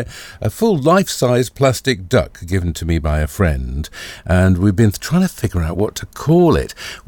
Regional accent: Blackpool, North West England, United Kingdom; now in Leek, United Kingdom; there's an expression that people use in Leek, where I come from. Well, I don't actually come from. I come from Blackpool, but, you know, where I live now.

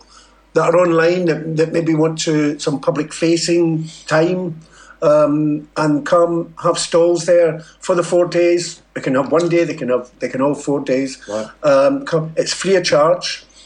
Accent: Scotland, United Kingdom; if you can get, being Scottish, if you can get somebody else to pay for it, why not?

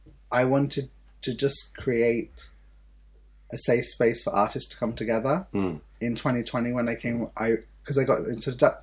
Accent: South East England, United Kingdom; also born or lived in Negombo, Sri Lanka; I grew up in Oxfordshire

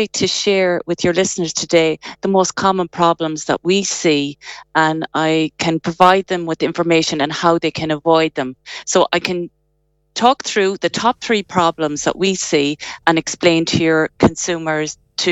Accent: Sligo, Connacht, Ireland; Yeah, that's it. Born and bred in Sligo town

